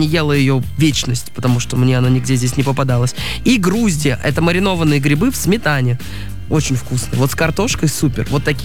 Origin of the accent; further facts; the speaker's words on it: Ukhta, Komi Republic, Russia; born there; moved away; я из Ухты, родилась в Ухте.